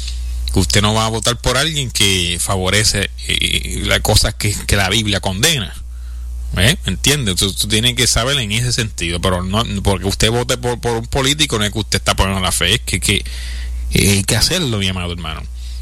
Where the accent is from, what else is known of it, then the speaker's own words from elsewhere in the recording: Puerto Rico; como dicen en mi país, Puerto Rico.